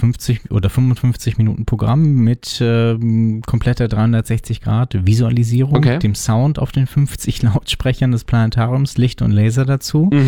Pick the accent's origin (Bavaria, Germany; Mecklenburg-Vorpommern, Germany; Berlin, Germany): Berlin, Germany; Aber auf jeden Fall, naja, so als Berliner, als Köpenicker.